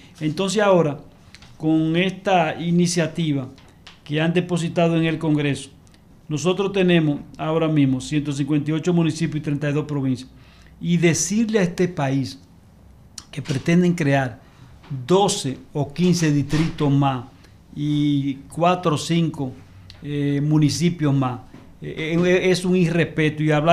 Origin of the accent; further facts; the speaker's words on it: Moca, Espaillat, Dominican Republic; born there; la comunidad donde yo nací, que es la Entrada de la Reina, se convirtió en distrito.